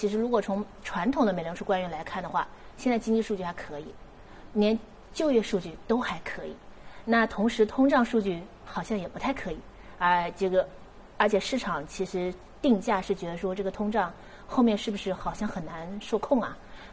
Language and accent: Chinese; China; 我们中国人